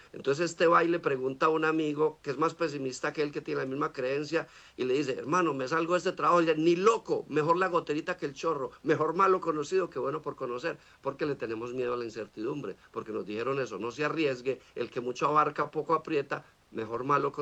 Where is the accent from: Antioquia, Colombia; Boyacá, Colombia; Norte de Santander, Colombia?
Antioquia, Colombia; Marinilla; born there; Sí, yo nací en Marinilla.